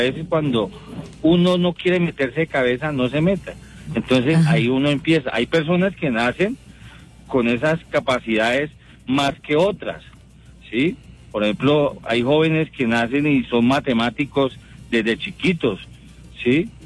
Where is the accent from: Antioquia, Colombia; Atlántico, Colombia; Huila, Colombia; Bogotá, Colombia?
Bogotá, Colombia; Sí, yo soy de aquí de Bogotá.